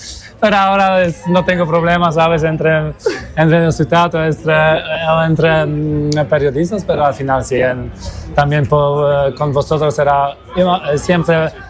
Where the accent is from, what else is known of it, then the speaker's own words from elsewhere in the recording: Poland; Spanish is a second language; yo soy polaco, soy de Polonia